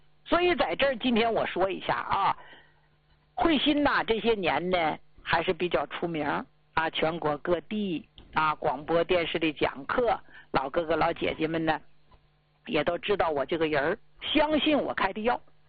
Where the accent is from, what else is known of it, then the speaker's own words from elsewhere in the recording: Northeast China, China; 用咱们东北老家话说